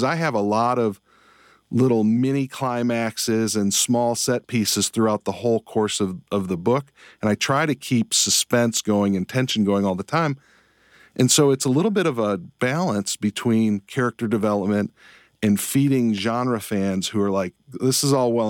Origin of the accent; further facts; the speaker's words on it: Michigan, United States; moved away as an adult; now in Kentucky, United States; I grew up outside of Detroit. I didn't come to Kentucky until 1996. I went to the law school here at UK.